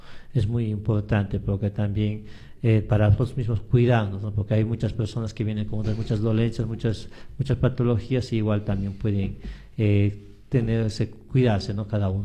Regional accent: Mexico; nuestros paisanos, porque también soy mexicano, ¿no?

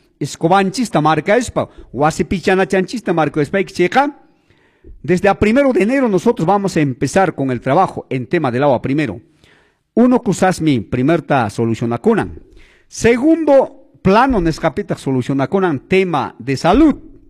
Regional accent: Chumbivilcas, Cusco, Peru; déjame servir a mi Chumivilcas

